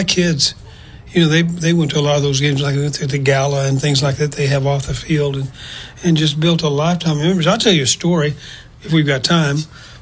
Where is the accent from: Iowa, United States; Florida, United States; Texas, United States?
Texas, United States; coming from Texas, growing up in the Texas Panhandle, and going to a small school in Oklahoma